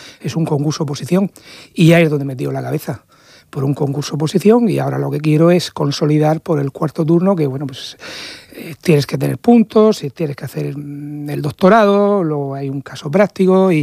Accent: Region of Murcia, Spain; moved away as an adult; now in Güímar, Spain; Me prodigo por aquí, por Murcia, por mi tierra.

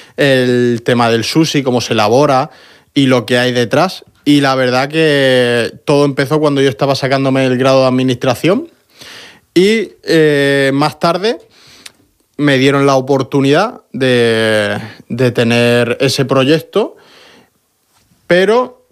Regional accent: Region of Murcia, Spain; soy murciano.

